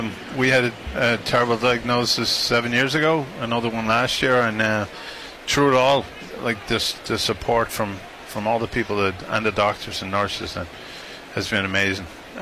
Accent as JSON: {"language": "English", "region": "County Meath", "country": "Ireland", "moved": "yes", "lives_now": "Weymouth, Massachusetts, United States", "said": "I'm just from County Meath, just outside Dublin."}